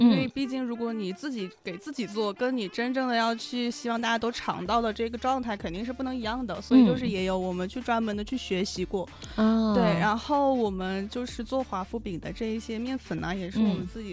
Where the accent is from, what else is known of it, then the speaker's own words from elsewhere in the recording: Rizhao, Shandong, China; moved away; also born or lived in Hunan / Dali; 我是山东人。